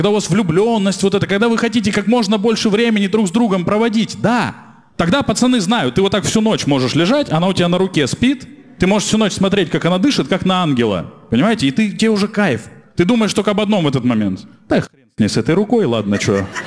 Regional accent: Rostov-on-Don, Rostov Oblast, Russia; moved away as an adult; now in Moscow, Russia; Так, слушайте, я женат, и так получилось, что я из Ростова, но я уже 5 лет живу и работаю в Москве.

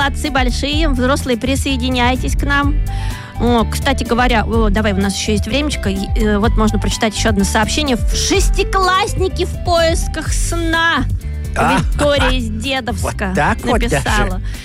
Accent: Rostov-on-Don, Rostov Oblast, Russia; Всем доброе утро … из Ростова-на-Дону.

